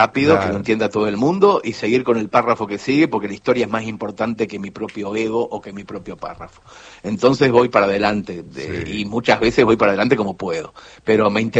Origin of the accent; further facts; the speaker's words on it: Mercedes, Buenos Aires Province, Argentina; moved away as an adult; now in Barcelona, Spain; yo volví de Barcelona a Mercedes para leer cuentos en mi ciudad natal